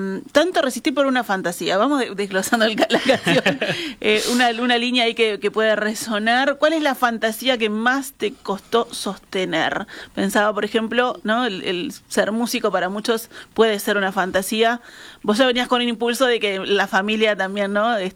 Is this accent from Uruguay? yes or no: yes; Uruguay; soy uruguayo